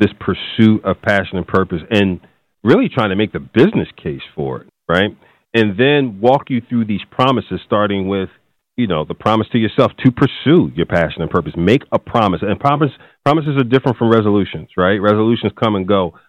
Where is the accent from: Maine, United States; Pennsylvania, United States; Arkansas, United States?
Pennsylvania, United States; Philadelphia; Well, you know, North Philly was tough back then.